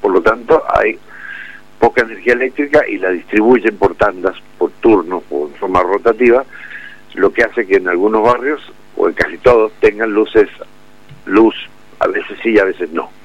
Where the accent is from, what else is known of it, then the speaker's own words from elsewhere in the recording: Mendoza, Argentina; born there; Calles de tierra, como con mi casa en Villanueva, cuando era chico viví en Villanueva un tiempo, calles de tierra, las acequias de tierra